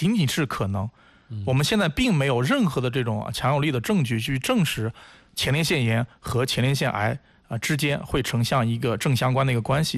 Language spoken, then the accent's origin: Chinese; China